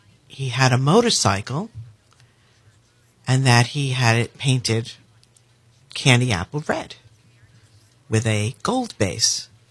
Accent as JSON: {"language": "English", "town": "Mahopac", "region": "New York", "country": "United States", "tie": "born or raised there", "said": "I grew up in Mayapack in Putnam County."}